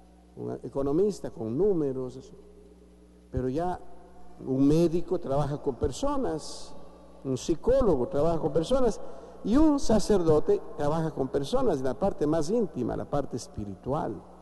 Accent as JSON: {"language": "Spanish", "country": "Ecuador", "tie": "born or raised there", "also_born_or_lived": "Rome", "moved": "yes", "lives_now": "Macas, Ecuador", "said": "ordenado sacerdote en mi pueblo natal"}